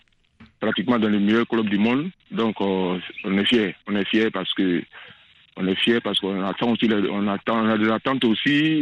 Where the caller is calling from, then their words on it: Abidjan, Côte d’Ivoire; on est ivoirien